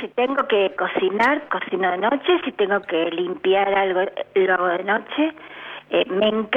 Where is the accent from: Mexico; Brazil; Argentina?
Argentina; Buenos Aires; now in Villa María, Argentina; a mí me retrotraen a mi infancia en Buenos Aires.